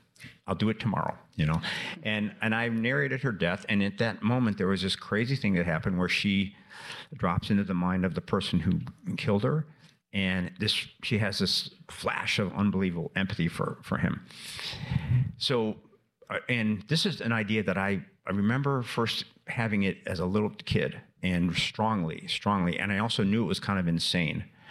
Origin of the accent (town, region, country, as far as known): Chicago, Illinois, United States; born or raised there